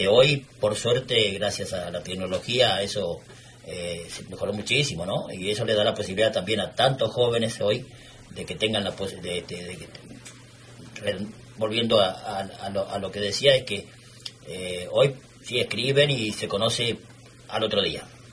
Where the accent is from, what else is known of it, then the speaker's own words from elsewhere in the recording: Comodoro Rivadavia, Chubut, Argentina; now in Santa Cruz, Argentina; yo vine de Comodoro hace 50, pero nos sentimos santacruceños por adopción